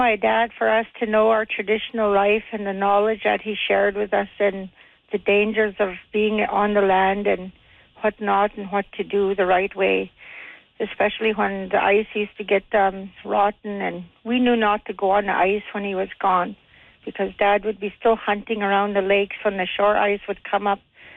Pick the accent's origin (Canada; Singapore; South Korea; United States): Canada; Inuvik, Northwest Territories; I'm born and raised in Inuvik in the Mackenzie Delta.